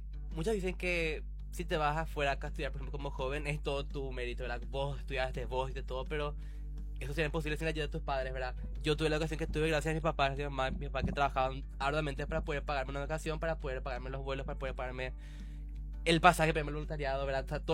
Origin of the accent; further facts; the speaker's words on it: Asunción, Paraguay; moved away as an adult; also born or lived in Wales; De Asunción, Paraguay, vine a Londres, Inglaterra.